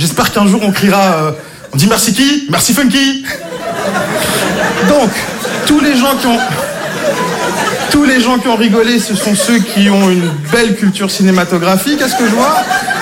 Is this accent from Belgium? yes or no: yes; Belgium; Bonsoir Paris. Alors, je viens de Belgique.